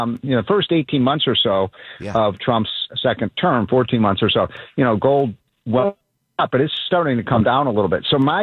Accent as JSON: {"language": "English", "town": "Chicago", "region": "Illinois", "country": "United States", "tie": "born or raised there", "said": "my hometown of Chicago"}